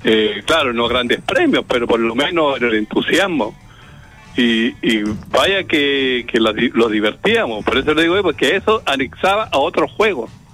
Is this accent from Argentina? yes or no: no; Pedro de Valdivia, Antofagasta, Chile; tengo 70 años, imagínese. Me crié en Pedro Valdivia, nací allá